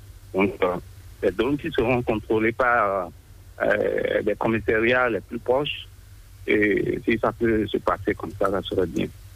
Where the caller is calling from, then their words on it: Abomey-Calavi, Atlantique, Benin; Oui, je vous appelle depuis Glodibé.